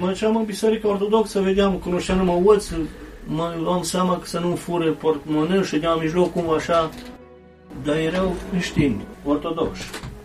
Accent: Kladovo, Southern and Eastern Serbia, Serbia; now in Vienna, Austria; Vin dintr-o familie creștină, ortodoxă. Așa ni se zice, nimeni nu merge la biserică. Vin din Serbia, unde se vorbește românește, Tladova îi zice, vis-a-vis de turnul Severin.

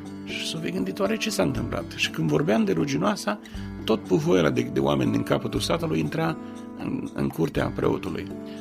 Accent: Negreni, Botoșani County, Romania; Am crescut într-o familie de credincioși. M-am născut în Negreni, județul Botoșani, poate că mai cunoașteți și pe alții născuți acolo, într-o familie de baptiști

